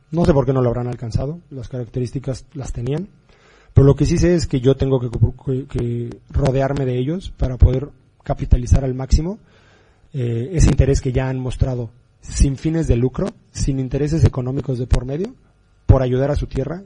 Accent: Mexico; now in Valladolid, Spain

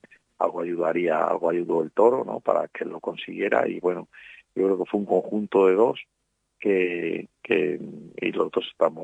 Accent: Salamanca, Castile and León, Spain; also born or lived in Fuenlabrada; Bueno, yo nací en Fuenlabrada, pero y me crié en Fuenlabrada, pero pasé aquí en Salamanca desde

